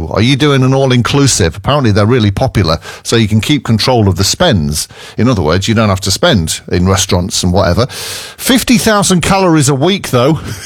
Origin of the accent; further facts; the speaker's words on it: United Kingdom; because we're British